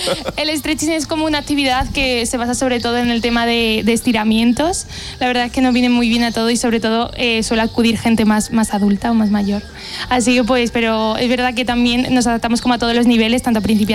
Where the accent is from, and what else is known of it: Madrid, Community of Madrid, Spain